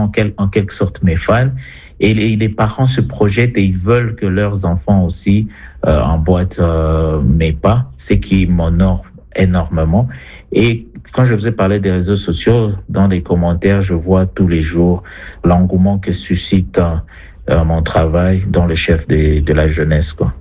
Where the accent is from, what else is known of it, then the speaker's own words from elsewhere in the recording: Bukavu, South Kivu, DR Congo; Je suis marié, père de 4 enfants. Je suis né dans le Kivu, à l'est de la République démocratique du Congo, à Bukavu plus précisément.